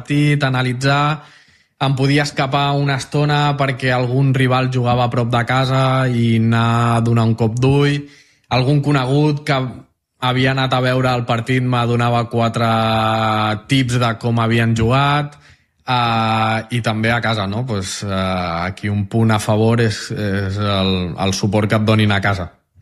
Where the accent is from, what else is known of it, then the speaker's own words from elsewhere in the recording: Maçanet de la Selva, Catalonia, Spain; A part, jo sóc de Massanet.